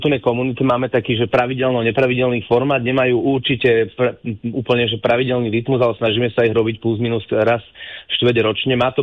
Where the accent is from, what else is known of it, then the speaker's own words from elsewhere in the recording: Lednické Rovne, Trenčín Region, Slovakia; keďže pochádzam priamo z Lednických rovní